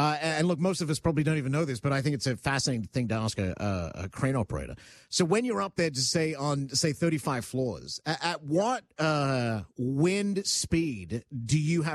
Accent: Australia; I'm Australian.

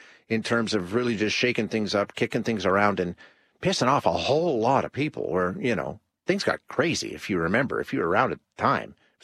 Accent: Edmonton, Alberta, Canada; You know, I'm from Edmonton, so I wasn't front and center during his time as mayor of Calgary

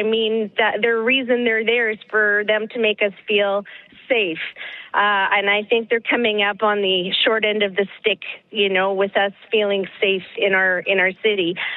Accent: Winnipeg, Manitoba, Canada; You know, I grew up in Fort Garry. We had that Fort Garry police station there

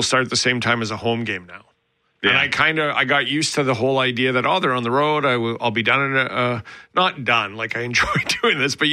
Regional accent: Alberta, Canada; So I grew up in Alberta, and then I used to cover the Western Hockey League in BC, and now I'm here.

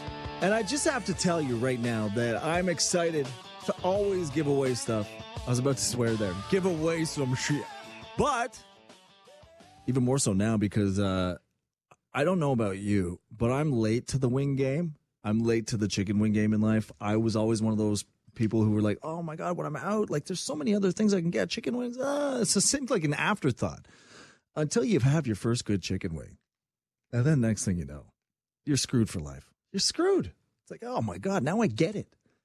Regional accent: Canada; we are Canadian

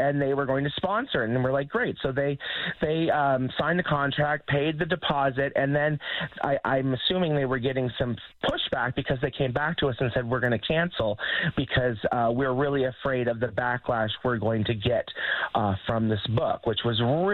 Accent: Canada; I didn't have representation growing up in Canada in the 80s and 90s of who I was as a person

